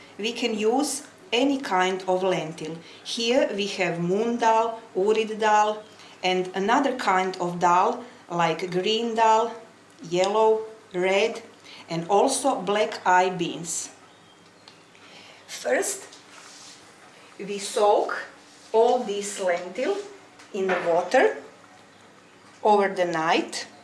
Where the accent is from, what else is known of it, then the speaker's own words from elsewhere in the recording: Croatia; English is a second language; from Croatia.